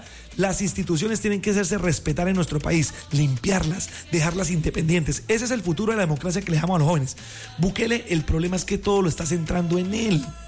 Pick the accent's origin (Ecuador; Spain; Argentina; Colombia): Colombia; Santander; Que como es santandereano, entonces habla un poquito golpeado, que ese pelado le van a mamar gallo.